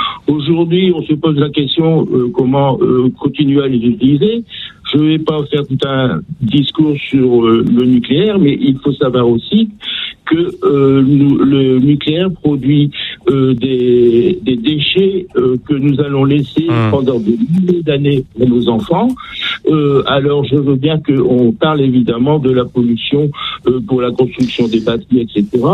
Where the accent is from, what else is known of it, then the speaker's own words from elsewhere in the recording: France; l'électricité est produite, nous, chez nous en France, part du nucléaire